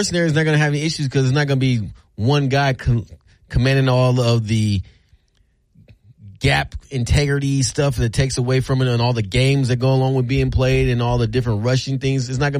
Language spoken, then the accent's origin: English; California, United States; he's from L.A. and I'm from Northern California, so they're worlds apart and worlds different.